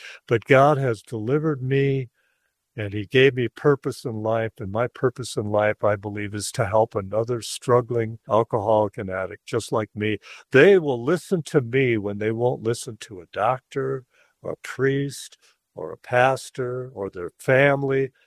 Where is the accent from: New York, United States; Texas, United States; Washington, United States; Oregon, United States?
Texas, United States; it was cold. I'm from Texas. I got it made in Texas is the land of milk and money.